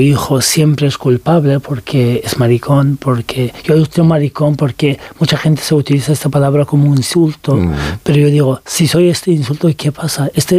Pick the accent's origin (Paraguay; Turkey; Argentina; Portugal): Turkey; now in Spain; Da igual que seas también turco, porque digo, soy turco y podía pasar más fácil que los otros muchos, pero de igual forma molestaban mucho y querían deportarme a Irán.